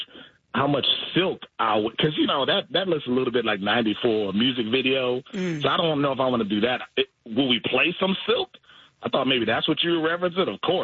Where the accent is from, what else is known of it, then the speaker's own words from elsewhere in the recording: Milwaukee, Wisconsin, United States; Like, hey, I'm from Milwaukee, the Brewers shit out.